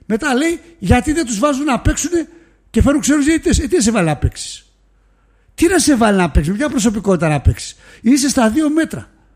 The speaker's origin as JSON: {"language": "Greek", "town": "Thessaloniki", "region": "Central Macedonia", "country": "Greece", "accent": "Thessaloniki", "said": "θα καταλάβουν ότι είμαι από Θεσσαλονίκη με την προφορά, με καταλαβαίνουν με τη μία στην Αθήνα."}